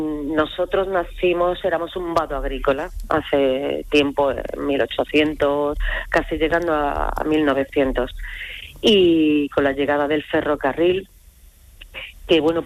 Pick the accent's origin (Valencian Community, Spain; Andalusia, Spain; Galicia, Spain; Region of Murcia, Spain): Andalusia, Spain; Ah, pues mi pueblo para mí es muy bonito, muy llanito, muy acogedor. Es un pueblo pequeñito, pero muy grande de corazón.